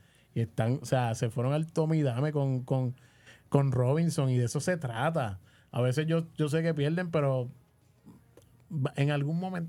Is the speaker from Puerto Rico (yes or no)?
yes; Bayamón, Puerto Rico; y yo soy de Bayamón.